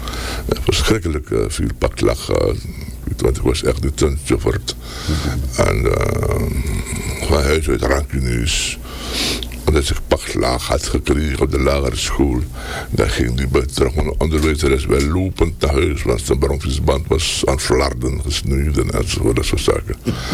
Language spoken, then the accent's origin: Dutch; Para, Suriname; born there; also born or lived in Paramaribo, Suriname; Kijk, ik ben in Paramaribo geboren, maar mijn vader werkte op zanderij. Bij de luchtvaartdienst. Daarom ben ik ben een paraan. Weet je wel, zo voel ik me ook.